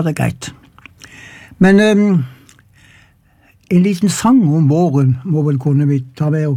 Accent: Agder, Norway; accent: Lister dialect; hjemme i, der jeg vokste opp i Vestbygda, så var alt rose, hesterose og ditten rose, og så var det greit.

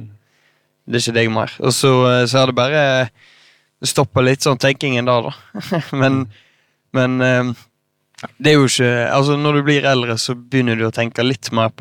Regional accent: Øystese, Vestland, Norway; also born or lived in Bergen; Nei, ja, jeg ble født her I Bergen, men... Jeg flyttet tidlig, eller familien flyttet tidlig til Øystese, der ligger I Hardangerfjorden, litt sånn sørøst for Bergen. Når jeg var tre da, så flyttet vi der og bygde hus

